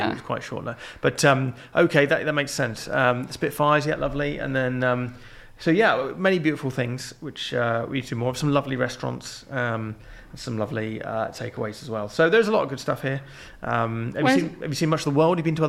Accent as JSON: {"language": "English", "town": "Reading", "region": "South East England", "country": "United Kingdom", "also_born_or_lived": "London", "moved": "yes", "lives_now": "Stoke-on-Trent, United Kingdom", "said": "I'm from a little place called Reading, which people always say is up and coming, which doesn't say anything about what it is now. It just means that it has been worse, basically. Reading's actually fine. It's kind of nice."}